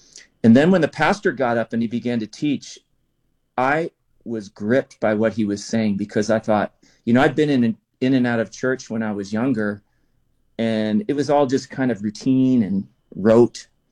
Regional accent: Cincinnati, Ohio, United States; I was born in Cincinnati, Ohio, and I grew up there in the Midwest. had kind of a nominal church background. My relatives, my ancestors were Presbyterians from Scotland

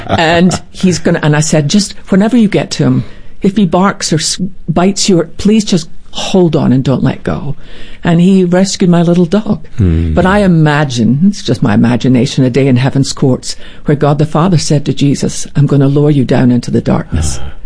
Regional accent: Scotland, United Kingdom; born or raised there

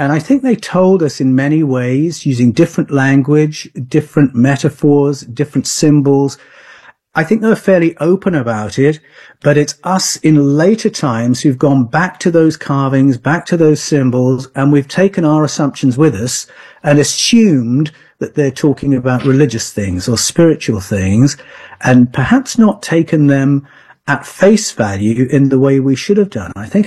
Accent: United Kingdom; born or raised there

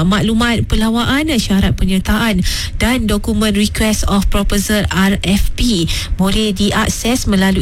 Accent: Gopeng, Perak, Malaysia; also born or lived in Kuala Lumpur; Saya daripada orang Perak, saya orang Perak, ada ramai yang tanya saya orang mana. Saya asal, saya lahir dekat KL tapi ibu bapa saya orang Perak, saya orang Gopeng.

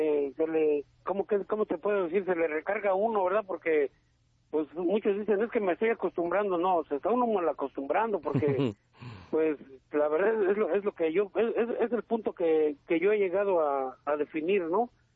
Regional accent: Mexico; moved away as an adult; also born or lived in Mexico City; now in United States; Yo soy originario, nacido en la Ciudad de México, pero criado un tiempecillo en Zagualcoyo, y ya después pues vagando por todo, ahora sí que por muchas partes de México

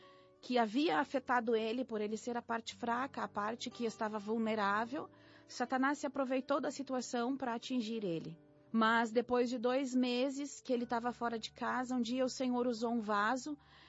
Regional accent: Gravataí, Rio Grande do Sul, Brazil; eu sou da cidade de Gravataí, no Rio Grande do Sul

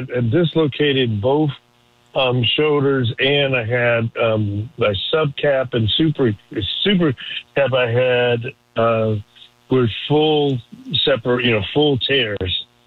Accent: Chicago, Illinois, United States; Well, I think now from my hometown, I know Chicago.

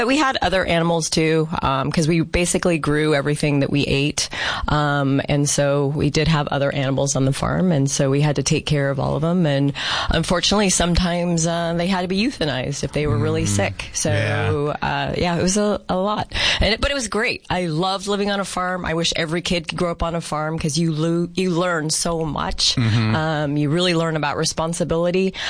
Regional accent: California, United States; now in Yuma, United States; Not originally. Originally, I'm from California. I moved here, though. I've been here about 22 years.

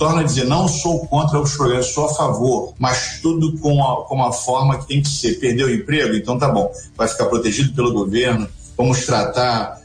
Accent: Brazil

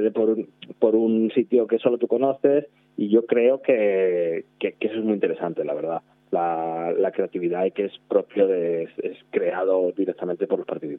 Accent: Cantabria, Spain; Pero como cántabro tengo que reconocer que me hace especial ilusión ver cómo es sobresaliente la participación de mi propia región, ¿no?

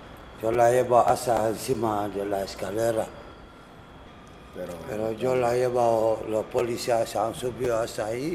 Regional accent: Conakry, Guinea; Spanish is a second language; now in Spain; Soy de Guinea, Conakry.

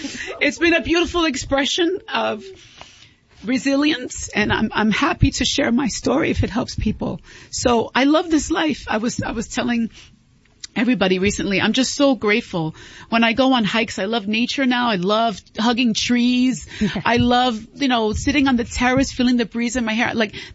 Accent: Bronx, New York, United States; much fun growing up in the Bronx.

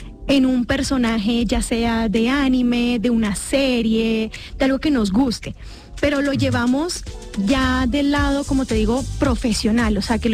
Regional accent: Barranquilla, Atlántico, Colombia; accent: Colombian; Sí, yo soy barranquillera a morir.

